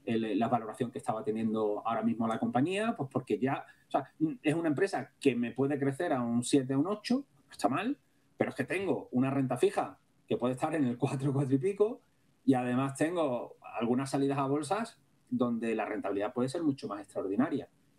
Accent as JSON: {"language": "Spanish", "region": "Andalusia", "country": "Spain"}